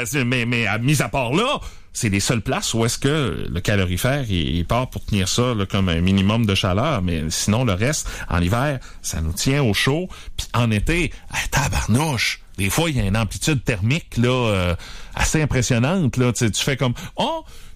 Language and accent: French; Rimouski, Quebec, Canada; J'ai grandi à Pointe-au-Père et à Rimouski-Est. J'ai même des microclimats là, dans le secteur de Rimouski.